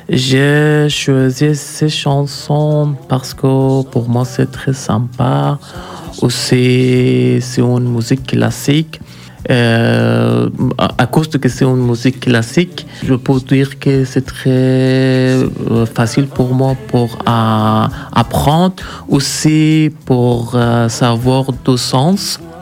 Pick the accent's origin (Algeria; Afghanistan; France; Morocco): Afghanistan; French is a second language; moved away; Je viens d'Afghanistan. Je suis en train d'apprendre la langue française.